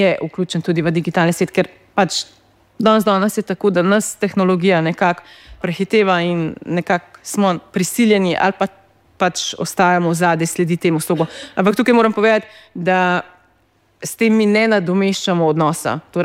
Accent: Southeast Slovenia, Slovenia; sama prihajam iz Dolenjske, iz neke vasice

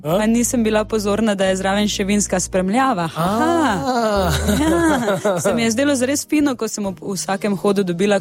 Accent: Styria, Slovenia; Jaz sem Štajerka

